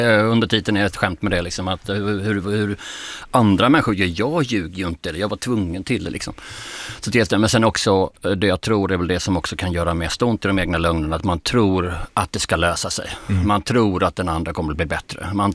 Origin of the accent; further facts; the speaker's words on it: Skåne, Sweden; Jag tänker, du är värmlänning och jag är skåning.